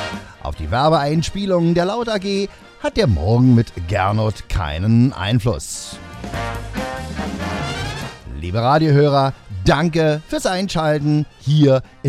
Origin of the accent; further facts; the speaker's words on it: East Germany, Germany; born there; Ich bin ja ein Kind des Sozialismus, ich bin ja ein Heide.